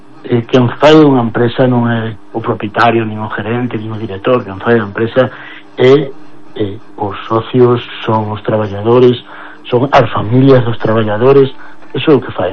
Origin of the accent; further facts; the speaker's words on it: Ourense, Galicia, Spain; also born or lived in Monforte de Lemos / Asturias; eu realmente nací aquí, pero a miña infancia pasei na Ourense e a miña juventud e a miña carreira estudié en Asturias, non?